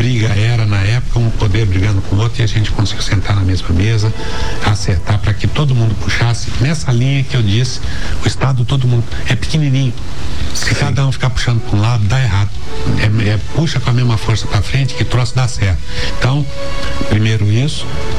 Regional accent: Campo Grande, Mato Grosso do Sul, Brazil; born there; also born or lived in Fazenda Curizal, Pantanal; E minha mãe era cearense. E nós viemos pra cá e morei na... Eu nasci em Campo Grande, mas morei na Fazenda Curizal até 6 anos e meio.

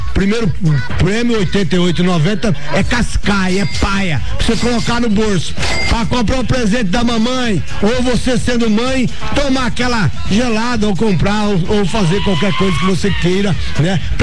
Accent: Glória de Dourados, Mato Grosso do Sul, Brazil; também nossa Glória de Dourado. Ô, lá falei da minha terra

